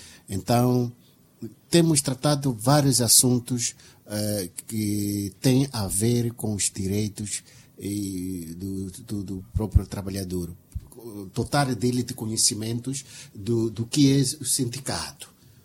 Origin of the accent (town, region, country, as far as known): Mozambique